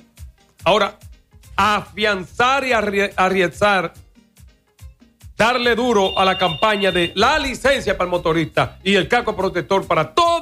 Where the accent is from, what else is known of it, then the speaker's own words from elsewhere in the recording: Moca, Espaillat, Dominican Republic; aquí, de mi pueblo de Moca